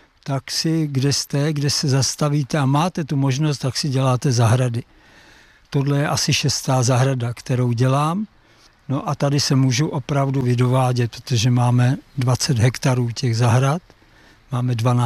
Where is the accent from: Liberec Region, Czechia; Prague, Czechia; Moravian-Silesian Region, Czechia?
Liberec Region, Czechia; Liberec; born there